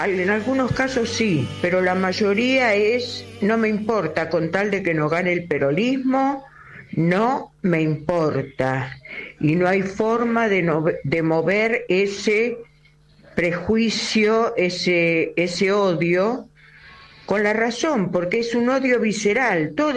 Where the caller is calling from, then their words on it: Buenos Aires, Argentina; de Villaluro.